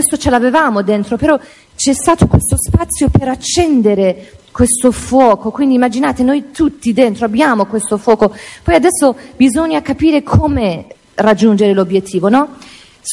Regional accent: Kurdistan, Iran; Italian is a second language; moved away as an adult; now in Italy; io quando sono partita ho lasciato il mio paese, ho detto basta, io dopo 30 anni

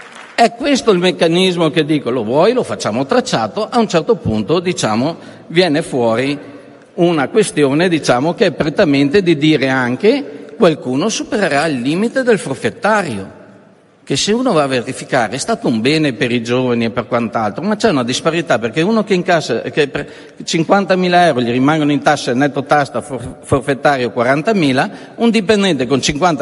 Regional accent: Veneto, Italy; Perché io vengo dal Veneto, noi abbiamo un problema fondamentale nelle regioni di confine.

